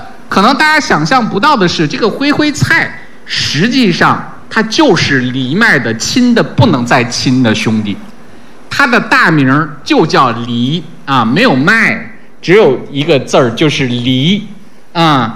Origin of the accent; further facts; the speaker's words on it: China; 我们中国人